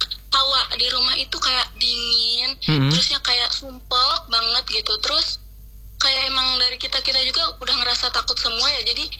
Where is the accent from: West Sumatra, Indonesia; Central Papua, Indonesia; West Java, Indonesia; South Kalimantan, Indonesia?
West Java, Indonesia; Subang; born there; moved away as an adult; now in Banten, Indonesia; asal aku dari Subang, Jawa Barat, Kak. Kebetulan aku lahiran sini, tapi tinggalnya di Subang dan sekarang kuliah di sini gitu.